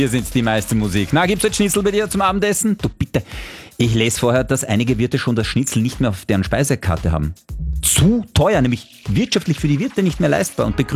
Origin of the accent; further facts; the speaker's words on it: Italy; aber vielleicht nur ich als Italiener